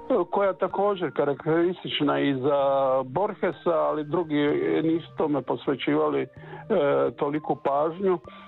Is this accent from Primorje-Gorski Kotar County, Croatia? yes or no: no; Split, Split-Dalmatia County, Croatia; also born or lived in Makarska Riviera; ja sam pak vrlo rano otišao iz Makarskog primorja gdje sam rođen, preselio se u Split i odrastao u Splitu.